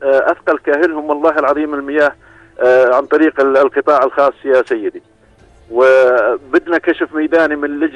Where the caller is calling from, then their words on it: Dajaniya, Mafraq Governorate, Jordan; لسكان الدجنية محافظة المفرق